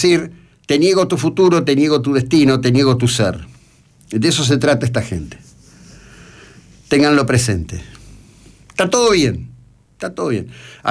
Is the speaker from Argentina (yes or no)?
yes; Argentina; somos argentinos